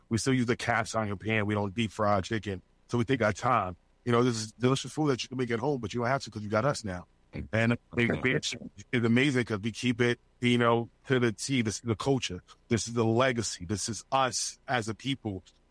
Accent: New York City, New York, United States; growing up in Harlem on Bradhurst, literally on my block was Charles Pan Fried Chicken.

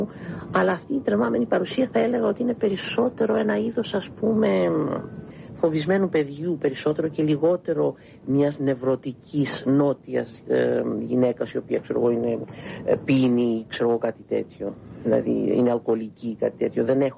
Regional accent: Greece; accent: Greek; moved away; also born or lived in Southern United States; είμαι Ελληνίδα και μιλώ με προφορά ελληνική όταν ήμουν στην Αμερική.

